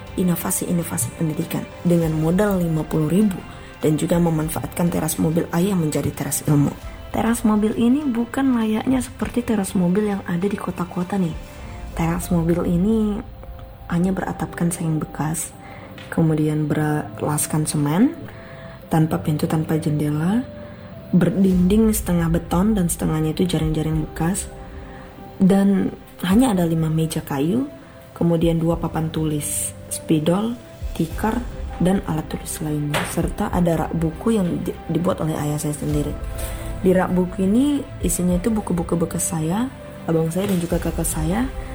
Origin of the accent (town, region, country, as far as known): Ujung Gading, North Sumatra, Indonesia; born or raised there; also born or lived in Medan